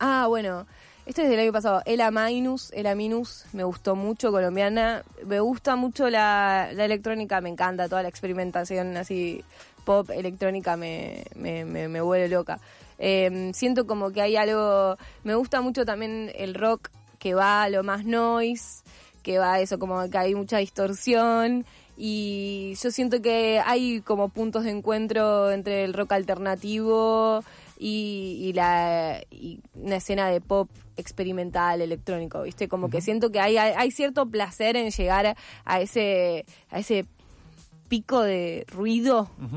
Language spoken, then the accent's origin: Spanish; Quilmes, Buenos Aires Province, Argentina; yo soy de Quilmes